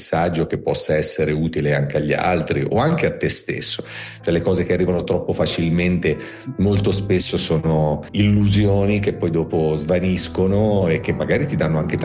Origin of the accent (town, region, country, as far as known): Tuscany, Italy